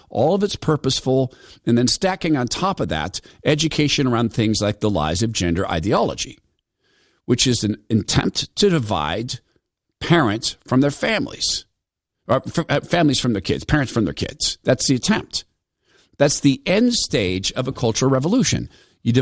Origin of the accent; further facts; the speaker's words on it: Spokane, Washington, United States; You know, I grew up in Spokane, Washington